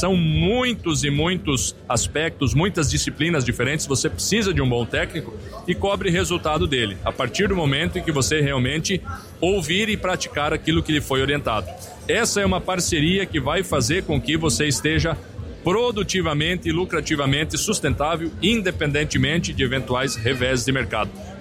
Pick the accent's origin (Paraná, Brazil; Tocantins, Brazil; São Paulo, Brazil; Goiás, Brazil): Paraná, Brazil; Eu venho do estado do Paraná